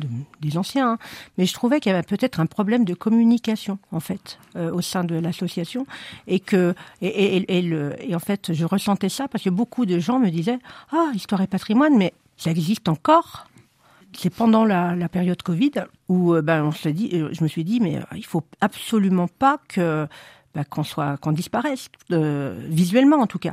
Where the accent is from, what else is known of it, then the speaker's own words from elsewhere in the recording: Bourgogne-Franche-Comté, France; now in Saint-Étienne, France; Je viens d'un petit village près de Chalon-sur-Saône. Voilà. J'étais très attachée à ma Bourgogne. Je le suis toujours d'ailleurs. Mais c'est vrai que quand je suis arrivée à Saint-Étienne